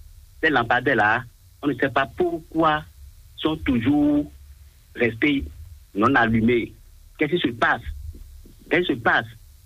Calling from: Adjohoun, Ouémé, Benin; Je vous appelle depuis Adjoum.

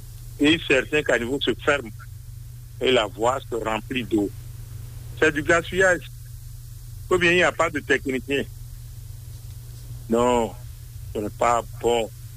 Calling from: Adjohoun, Ouémé, Benin; Depuis la commune d'Adjoun.

